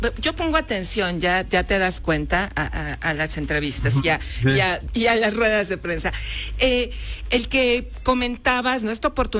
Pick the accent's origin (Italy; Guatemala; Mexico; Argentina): Mexico; Titicuchal; Miren, sí, en mi pueblo, en Titicuchal.